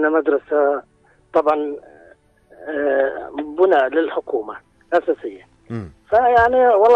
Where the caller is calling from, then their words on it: Sahab, Amman Governorate, Jordan; سكان سحاب.